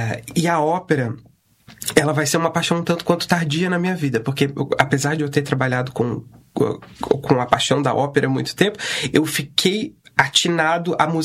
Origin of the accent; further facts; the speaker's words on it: Blumenau, Santa Catarina, Brazil; Eu sou de Blumenau.